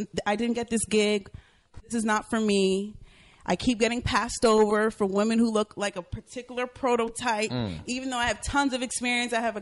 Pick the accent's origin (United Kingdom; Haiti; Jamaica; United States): Jamaica; speaking of being Jamaican